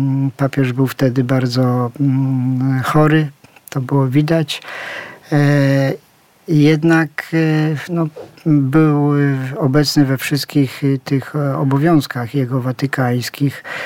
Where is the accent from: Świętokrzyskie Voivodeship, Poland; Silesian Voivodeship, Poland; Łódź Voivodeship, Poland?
Silesian Voivodeship, Poland; No ja pochodzę ze Śląska. Gdzieś Śląsk mnie wychował, ukształtował, dał tożsamość, poczucie tożsamości.